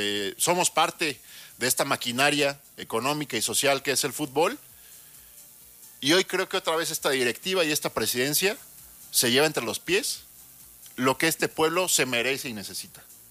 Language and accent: Spanish; Morelia, Michoacán, Mexico; yo soy moreliano, yo soy michoacano